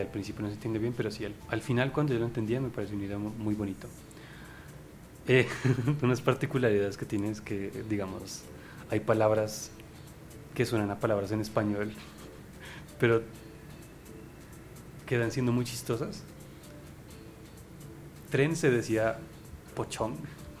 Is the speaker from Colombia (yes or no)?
yes; Colombia; Digamos, la gente es amable, amable como colombianos, pero tienen como cara de que están bravos todo el tiempo